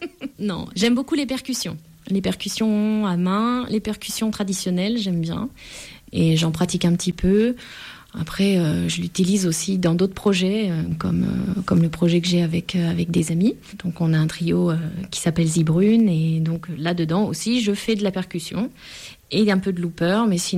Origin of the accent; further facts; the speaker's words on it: Pontoise, Île-de-France, France; born there; now in Ardèche, France; Effectivement, je suis née en région parisienne. Je suis née à Pontoise, précisément.